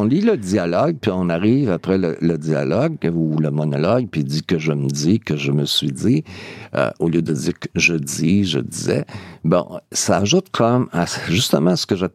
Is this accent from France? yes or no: no; Quebec, Canada; on est français, tu sais, d'origine, mais c'est sûr que notre langue ici a pris une coloration, une teinte, un accent que tu retrouves nulle part ailleurs.